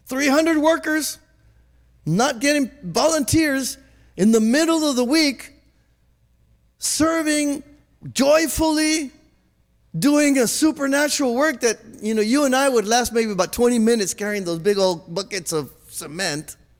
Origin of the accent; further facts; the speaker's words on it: Torreón, Coahuila, Mexico; moved away; I went to my hometown, Torreon